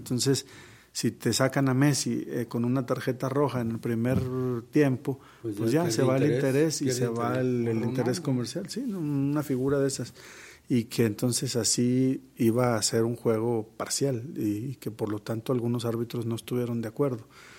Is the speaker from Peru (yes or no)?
no; Mexico; Todos somos mexicanos